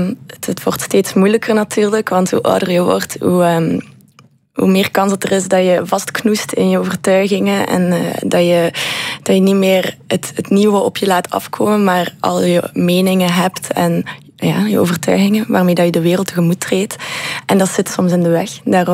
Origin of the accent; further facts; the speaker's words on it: Ghent, Flanders, Belgium; first language Dutch; En ik kom van Gent, zoals je kan horen. Dus ik ben er mee opgegroeid.